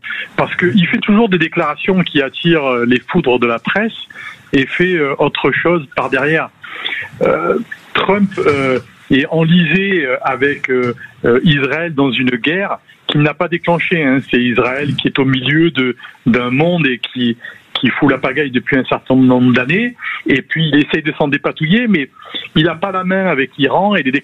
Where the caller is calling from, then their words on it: Gassin, Provence-Alpes-Côte d'Azur, France; Là, je suis en déplacement, mais je suis de Gassin.